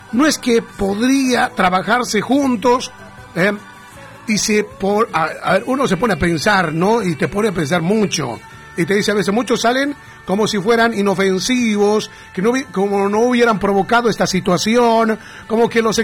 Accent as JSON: {"language": "Spanish", "country": "Bolivia", "moved": "yes", "lives_now": "Argentina", "said": "me duele como boliviano"}